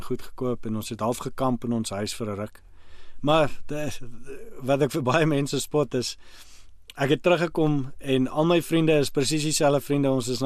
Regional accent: Namibia; moved away as an adult; also born or lived in Canada; Ons is baie bederf met die kos wat ons as mense in Namibia eet.

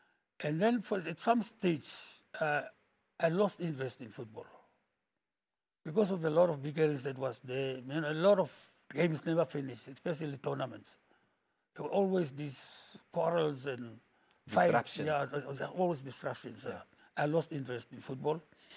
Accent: Windhoek, Khomas, Namibia; So I ended up being in Windhoek, and this was how I grew up in Windhoek.

